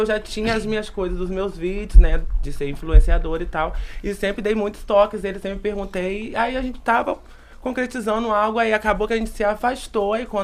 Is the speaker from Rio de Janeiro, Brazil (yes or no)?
yes; Miracema, Rio de Janeiro, Brazil; moved away as an adult; now in Cabo Frio, Brazil; De Miracema, eu sou de Miracema.